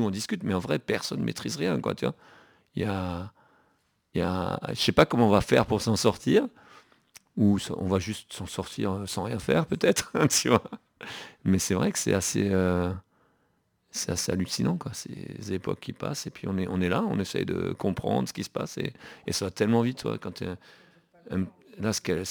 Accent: Biesheim, Grand Est, France; moi je viens d'un petit village où il pleut jamais. Nous on habite dans la poche de Colmar, c'est entre Colmar et Fribourg, vraiment au bord du Rhin.

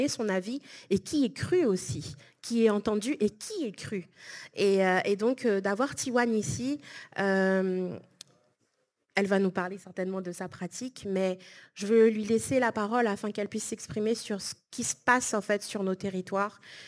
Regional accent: French Guiana; moi qui suis du littoral, donc d'Awala Yalimapo tout en haut, le littoral jusqu'à Cayenne, c'est mon lieu où j'ai toujours habité et je sais très peu de l'intérieur au final.

